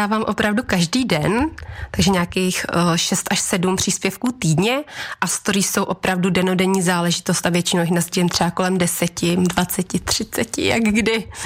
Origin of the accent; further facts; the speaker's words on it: Tábor, South Bohemian Region, Czechia; born there; now in České Budějovice, Czech Republic; Já jsem se narodila v Táboře, ale v Táboře jsem nikdy nežila, takže se nemůžu považovat ani za táborandu, ale v Budějcích jsem už přes 10 let